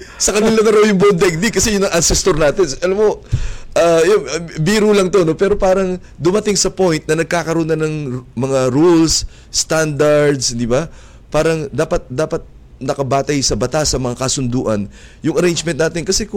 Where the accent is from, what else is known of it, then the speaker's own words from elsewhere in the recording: Pasig, Metro Manila, Philippines; sa Pasig, sa bayan namin